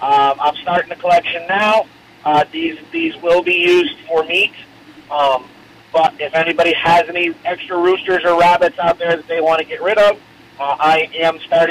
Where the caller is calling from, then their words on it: Moncton, New Brunswick, Canada; I am in Moncton.